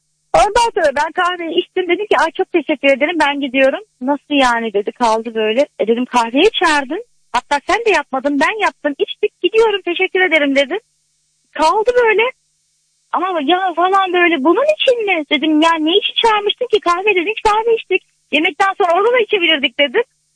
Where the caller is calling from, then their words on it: Mersin, Turkey; Mersin'den arıyorum.